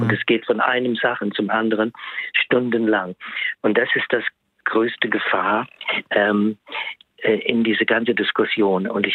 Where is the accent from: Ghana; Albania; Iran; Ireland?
Ireland; German is a second language; moved away; ich komme aus Irland allerdings